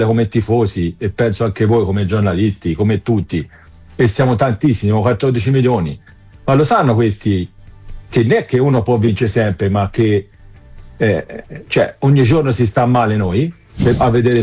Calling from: Grosseto, Tuscany, Italy; da Grosseto.

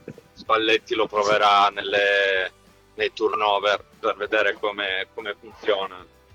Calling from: Turin, Piedmont, Italy; Sono da Torino.

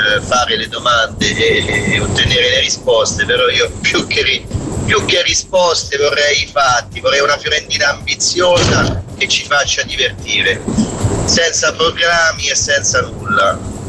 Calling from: Ceccano, Lazio, Italy; di Ceccano

